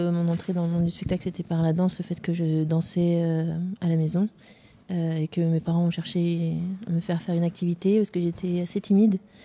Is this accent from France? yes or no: yes; Saint-Nazaire, Pays de la Loire, France; born there; moved away as an adult; also born or lived in Paris; moi j'ai commencé la danse à Saint-Nazaire aussi en même temps que Vanessa, on a été dans la même école de danse et on est parties toutes les deux du coup au conservatoire à Paris et après moi j'ai quitté la France et j'ai fait une longue carrière à l'étranger